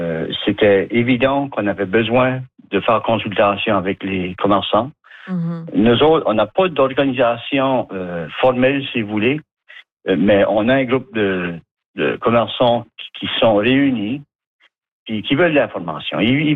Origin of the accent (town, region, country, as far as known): Canada